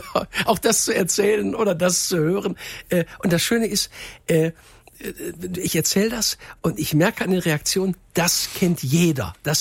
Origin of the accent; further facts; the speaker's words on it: Duisburg, North Rhine-Westphalia, Germany; Es ist bei uns in Duisburg, in Neudorf, freitags ist da großer Wochenmarkt.